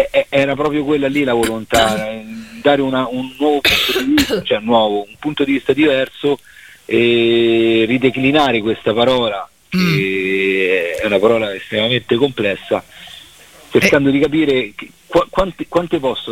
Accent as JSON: {"language": "Italian", "region": "Lazio", "country": "Italy", "said": "poi si torna con tutta la band dalle nostre parti in provincia di Rieti"}